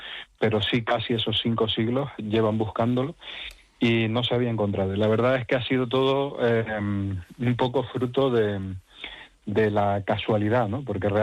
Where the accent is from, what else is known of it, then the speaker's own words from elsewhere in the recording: Canary Islands, Spain; Bueno, soy canario